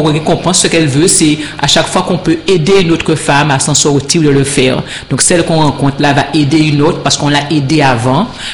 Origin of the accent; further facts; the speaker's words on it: Pointe-à-Pitre, Guadeloupe; Comme j'ai grandi à Pointe-à-Pitre, donc c'est une ville que j'aime beaucoup.